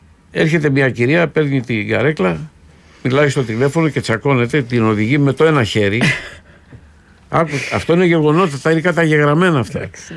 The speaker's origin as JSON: {"language": "Greek", "town": "Patras", "region": "Western Greece", "country": "Greece", "said": "Είμαι διευθυντής σε μια εφημερίδα, μεγάλη εφημερίδα στην επαρχία, γιατί επαρχιώτης είμαι εγώ από την Πάτρα."}